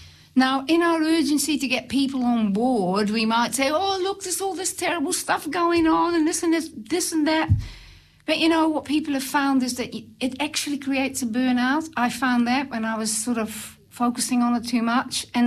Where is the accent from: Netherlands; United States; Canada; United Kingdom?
Netherlands; now in New Zealand; People can hear by my accent that I originally came from the Netherlands. So, yeah, but I've been here a long time and I don't lose my accent for some reason.